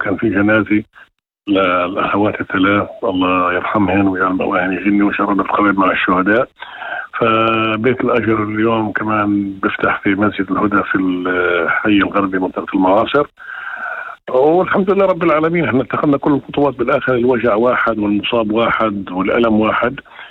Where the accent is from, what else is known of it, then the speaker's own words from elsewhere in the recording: Kafr Manda, Northern District, Israel; عندنا بكفر مندى